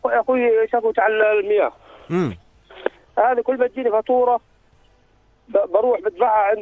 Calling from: Madaba, Madaba Governorate, Jordan; انا سكان مادبة.

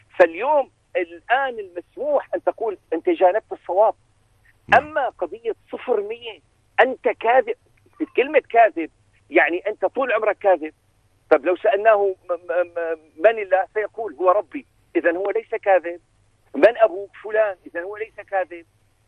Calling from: United Kingdom; شوف سيدي أنا أتحدثك الآن من بريطانيا.

